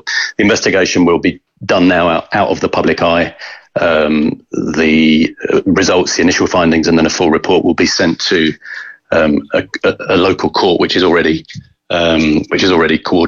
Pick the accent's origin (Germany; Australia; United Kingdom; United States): United Kingdom; England; now in Spain; I'm English, obviously